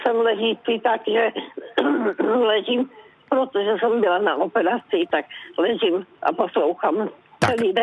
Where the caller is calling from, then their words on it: Havířov, Moravian-Silesian Region, Czechia; A přitom pocházím z Havířova.